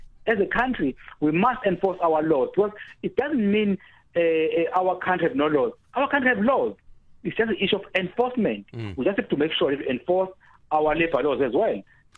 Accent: Ngongoma, KwaZulu-Natal, South Africa; I can tell you, I'm coming from Ngongoma. Pongola, Jozin, those areas are at the borderline of Mozambique and Swaziland and Zimbabwe.

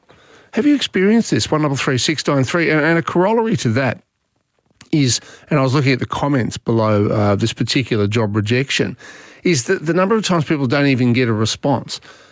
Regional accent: Australia; I mean, I don't know we as ordinary Australian taxpayers what we would get having one Australian woman going up into space.

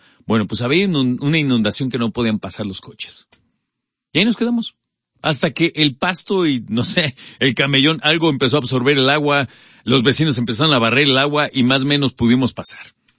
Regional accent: Mexico City, Mexico; Yo creo que los capitalinos somos especiales

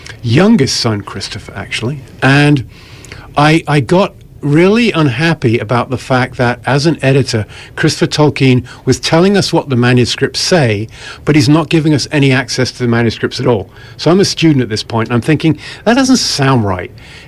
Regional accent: Oxford, South East England, United Kingdom; So I grew up in Oxford

